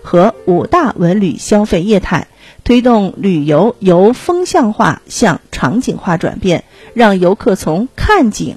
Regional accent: Hebei, China; 让我们作为一个河北人感觉到非常的骄傲

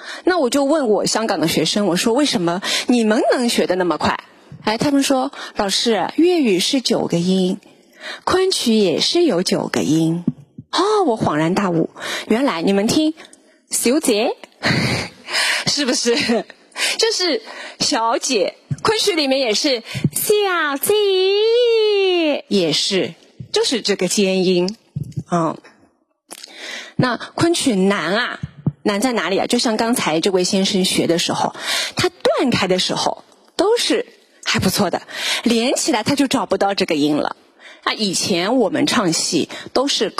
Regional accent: Shanghai, China; 我是上海人

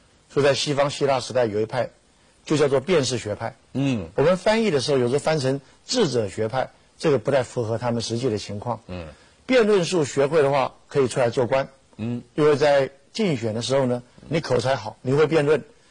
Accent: Taiwan; moved away; 像我从台湾来，我知道很清楚。

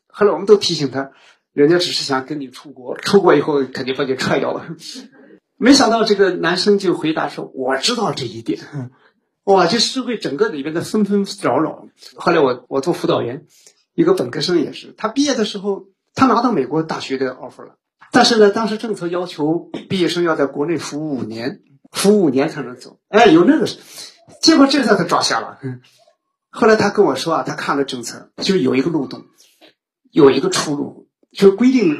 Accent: China; 我们中国人

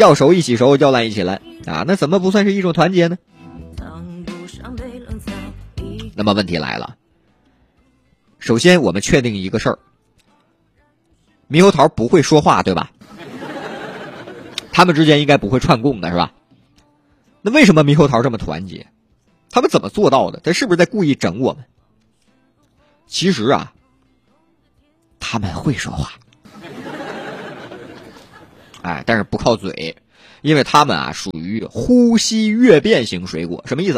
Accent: Northeast China, China; 我们东北人喜欢吃那个蘸酱菜是吧，

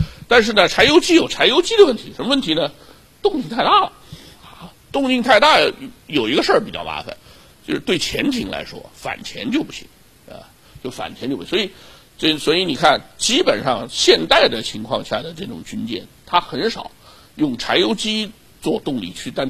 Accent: Shanghai, China

